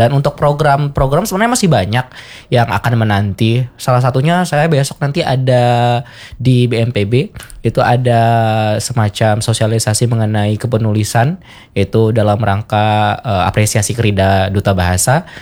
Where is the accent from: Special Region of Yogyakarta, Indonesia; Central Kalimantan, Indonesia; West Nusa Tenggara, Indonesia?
West Nusa Tenggara, Indonesia; Sumbawa; moved away as an adult; now in Mataram, Indonesia; Jadi saya sebenarnya orang Sumbawa, dan di Mataram ini sudah 2 tahun saya tidak lepas dari bahasa Sumbawa